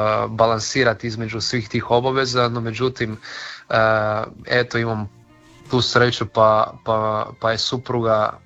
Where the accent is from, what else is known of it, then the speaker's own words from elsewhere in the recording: Prelog, Međimurje County, Croatia; u mom rodnom gradu.